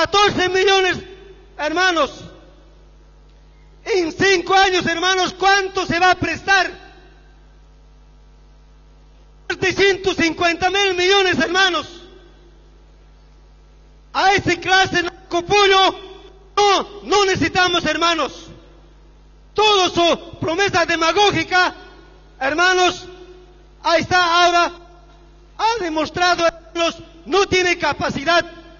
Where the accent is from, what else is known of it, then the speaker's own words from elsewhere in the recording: Bolivia; now in Oruro, Bolivia; yo te estoy hablando de aquí, como boliviano